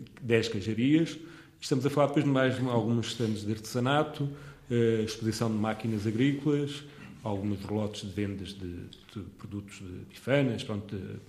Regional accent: Soalheira, Centro, Portugal; quando nós dizemos que somos da Soalheira

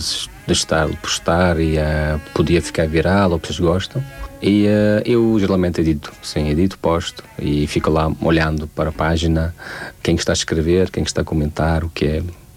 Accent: Tajikistan; já várias vezes expliquei que sou do Tajiquistão

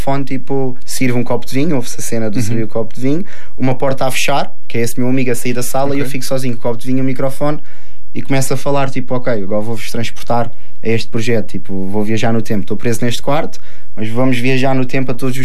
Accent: Faro, Portugal; Pá, eu sou farense, sou algarvio, eu respiro o Algarve, eu adoro a minha terra, adoro a minha zona, adoro as pessoas daqui, adoro a nossa maneira de falar.

